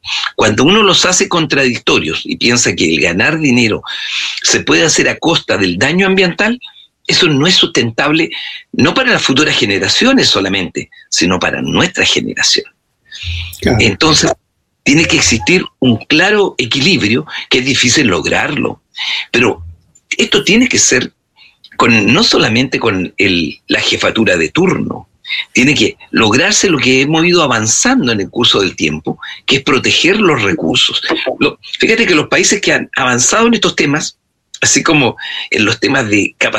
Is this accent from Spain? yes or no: no; Chile; Comenzamos a pelearlos como chilenos.